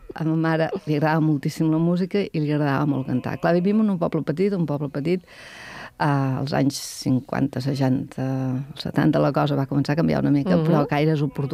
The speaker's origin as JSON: {"language": "Catalan", "town": "Sant Guim de Freixenet", "region": "Catalonia", "country": "Spain", "said": "de la mida del meu poble, de Sant Guim, de Freixenet, i jo sé molt bé què vol dir viure en un poble petit"}